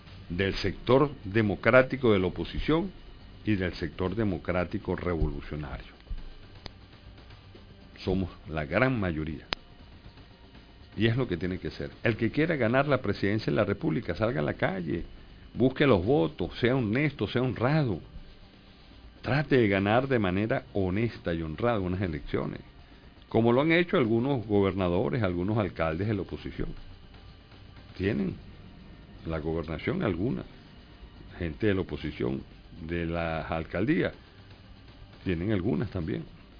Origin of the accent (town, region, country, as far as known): Venezuela